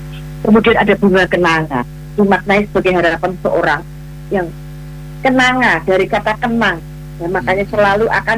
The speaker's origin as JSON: {"language": "Indonesian", "region": "Java", "country": "Indonesia", "said": "Bureh kalau kita orang Jawa itu kan di dipurehkan ya"}